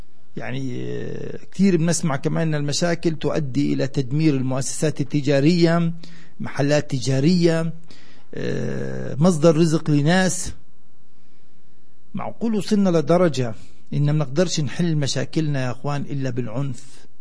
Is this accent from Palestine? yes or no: yes; Palestine; أنا فلسطيني أخو أردني.